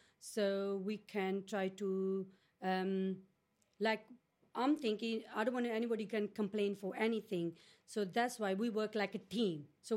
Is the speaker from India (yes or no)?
yes; India; English is a second language; moved away as an adult; I'm come from India. So when I apply the job here, I'm starting just normal worker.